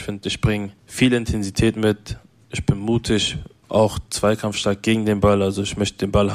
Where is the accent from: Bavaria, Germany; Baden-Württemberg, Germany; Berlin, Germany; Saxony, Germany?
Berlin, Germany; moved away; Ich bin aufgewachsen in Berlin-Neukölln, auf dem Kiez, Straßenfußballer bin ich.